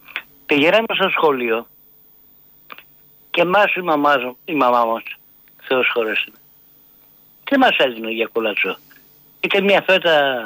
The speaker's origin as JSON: {"language": "Greek", "region": "Thessaly", "country": "Greece", "also_born_or_lived": "Athens", "lives_now": "Ios, Greece", "said": "Είμαι όμως Σαρακατσάνος, είμαι από τη Λίμνη Πλαστήρα πάνω, Άγραφα, Καρδίτσας."}